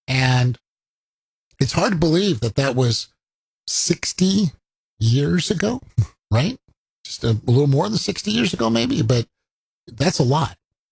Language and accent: English; California, United States; I never got into skateboarding, even though I was growing up in California and just about everybody had skateboards back then